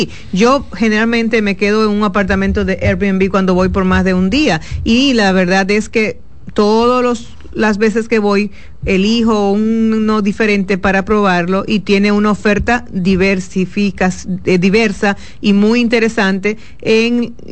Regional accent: Dominican Republic

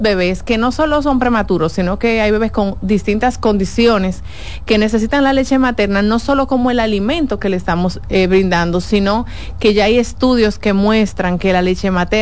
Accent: Dominican Republic

